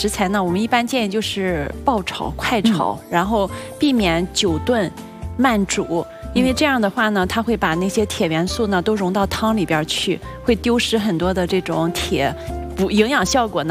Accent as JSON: {"language": "Chinese", "region": "Shandong", "country": "China", "accent": "Shandong dialect", "said": "我们山东话叫蛤蜊。"}